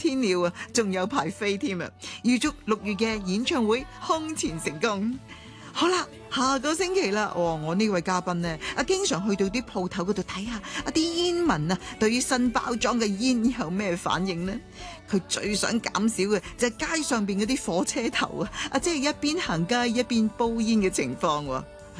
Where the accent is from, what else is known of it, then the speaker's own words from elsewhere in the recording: Hong Kong; 这些都是对于我们香港人的贡献来的。